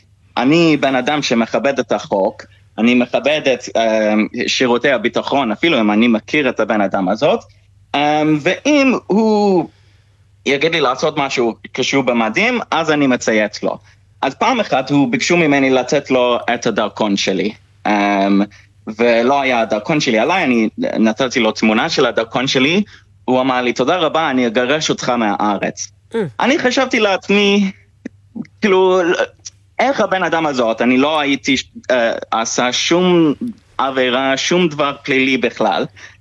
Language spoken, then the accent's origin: Hebrew; London, United Kingdom; Hebrew is a second language; moved away as an adult; אז חזרתי ללונדון